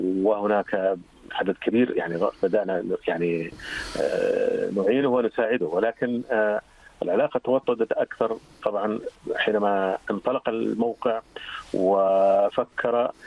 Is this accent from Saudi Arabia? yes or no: yes; Saudi Arabia; عندنا في المملكة العربية السعودية